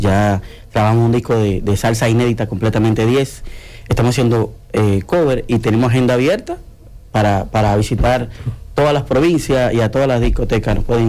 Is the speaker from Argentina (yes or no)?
no; San Cristóbal, Dominican Republic; now in Santo Domingo, Dominican Republic; yo vengo de San Cristóbal, cuna de la Constitución y cuna del arte dominicano.